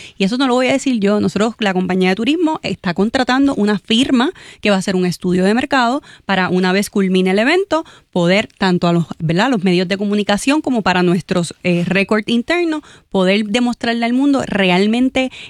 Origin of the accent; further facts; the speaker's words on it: Puerto Rico; como nosotros, como puertorriqueños, demostremos al mundo que cuando nos unimos somos más fuertes.